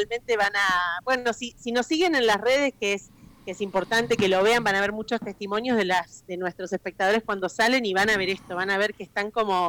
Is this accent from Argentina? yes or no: yes; Argentina; Tenemos mucho para contar nosotros como argentinos